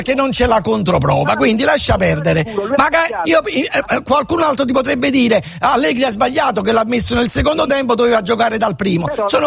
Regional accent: Naples, Campania, Italy; in quanto napoletani

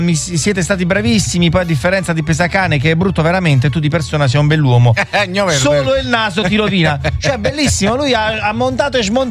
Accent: Naples, Campania, Italy; Allora, da napoletano vi dico 100.000 volte più bello il lungomare di Castellammare

